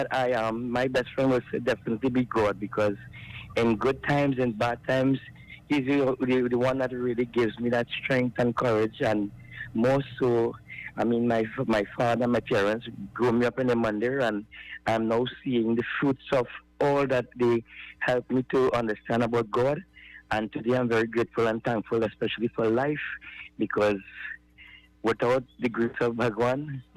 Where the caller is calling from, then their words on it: Felicity, Chaguanas, Trinidad & Tobago; Felicity.